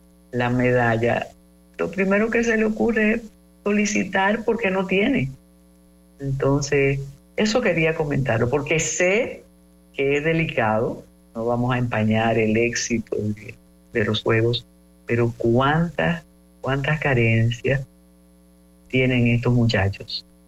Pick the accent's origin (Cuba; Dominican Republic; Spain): Dominican Republic